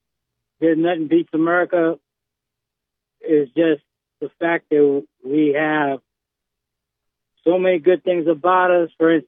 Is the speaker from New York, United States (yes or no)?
yes; Bronx, New York, United States; I was from the Bronx.